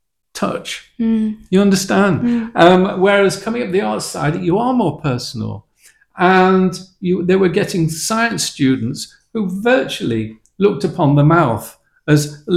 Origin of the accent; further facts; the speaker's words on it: Manchester, North West England, United Kingdom; moved away; I came down from Manchester